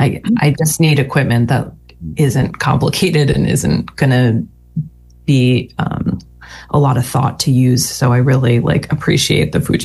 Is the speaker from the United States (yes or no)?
yes; Montclair, New Jersey, United States; moved away; I grew up in Montclair, New Jersey.